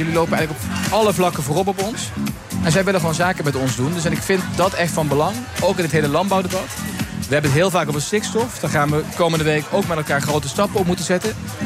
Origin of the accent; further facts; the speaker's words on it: Limburg, Netherlands; Hebben wij daar iets mee te maken als Limburgers of dat niet?